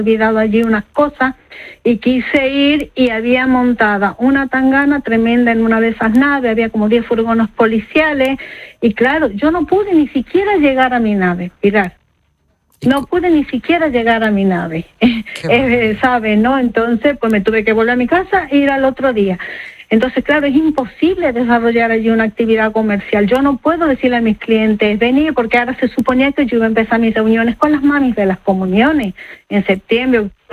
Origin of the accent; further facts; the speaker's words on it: Argentina; now in Spain; Y una cosa importante, yo soy migrante, ¿vale? Yo soy argentina, llevo 20 años en España.